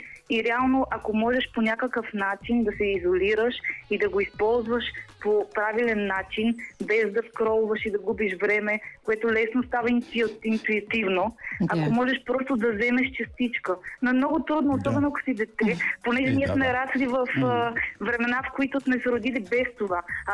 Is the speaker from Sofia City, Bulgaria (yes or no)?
yes; Novi Iskar, Sofia City, Bulgaria; От Новискър.